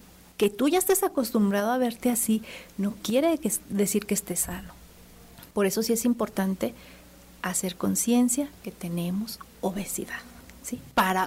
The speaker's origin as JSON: {"language": "Spanish", "region": "Zacatecas", "country": "Mexico", "said": "ni siquiera como zacatecanos"}